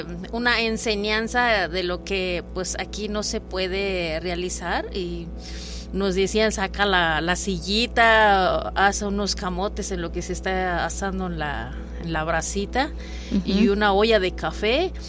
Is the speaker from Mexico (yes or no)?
yes; Palmital, Veracruz, Mexico; Yo soy de Palmital, pertenece sí. a Tantuyuca.